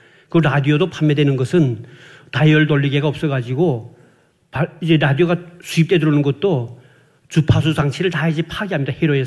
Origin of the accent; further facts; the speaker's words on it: Ryanggang, North Korea; moved away as an adult; also born or lived in Pyongyang; now in South Korea; 제가 태어난 고향은 양강도라고 하는 저기서 박스가 있는 거고요.